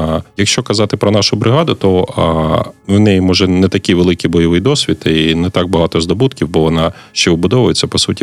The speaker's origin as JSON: {"language": "Ukrainian", "town": "Konotop", "region": "Sumy Oblast", "country": "Ukraine", "said": "Я взагалі-то з Конотопу, Сумська область."}